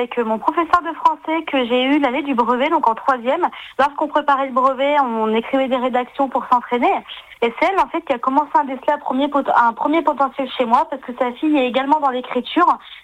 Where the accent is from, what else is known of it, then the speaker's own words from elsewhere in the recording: Auvergne-Rhône-Alpes, France; now in Moulins, France; j'ai 24 ans, j'aurai 25 ans en décembre. Je suis originaire de Maudusson dans l'Allier et je vis sur Moulins.